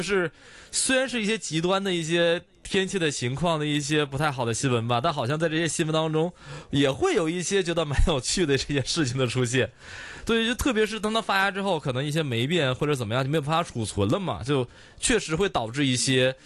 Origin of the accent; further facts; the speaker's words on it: Northeast China, China; 我的家乡东北那边因为特大的沙尘暴、特大的这样的一个龙卷风的情况